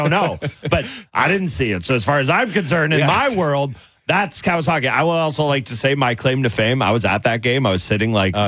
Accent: Canada; I'm a pretty proud Canadian.

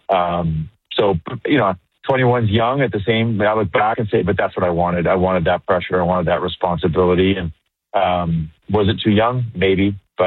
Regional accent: Medicine Hat, Alberta, Canada; as a kid growing up in Medicine Hat, I had my fair share of mentors

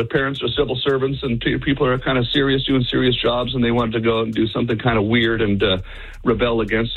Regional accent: Ottawa, Ontario, Canada; Ottawa is, you know, as you know, I grew up there, and my farm is close to Ottawa

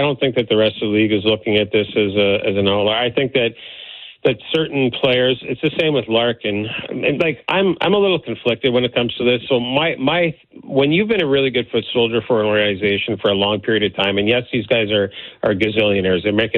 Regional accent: Newfoundland and Labrador, Canada; I'm from The Rock

